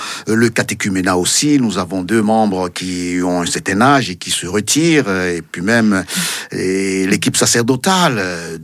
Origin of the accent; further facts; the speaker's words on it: Benin; Ah oui, chez nous au Bénin, dans notre culture, les repas, on ne partage pas le pain avec n'importe qui.